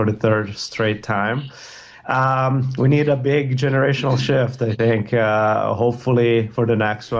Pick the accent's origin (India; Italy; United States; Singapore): Italy; English is a second language; I'm Italian, born and raised in Italy.